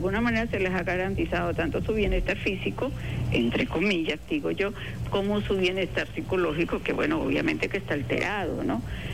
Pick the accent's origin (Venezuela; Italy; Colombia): Venezuela; lo de la culpa viene por eso que nos caracteriza a nosotros como venezolanos, ayudar, apoyar, estar allí